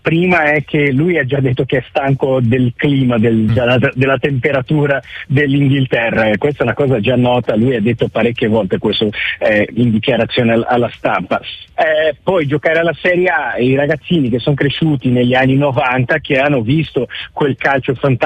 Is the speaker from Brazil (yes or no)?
yes; Brazil; now in Italy